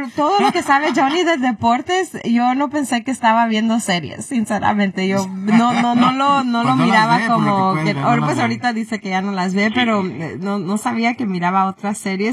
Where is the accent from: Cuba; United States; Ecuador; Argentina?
United States; Los Angeles, California; also born or lived in San Fernando Valley; yo también crecí en Hollywood y West Hollywood, después me fui al Valle.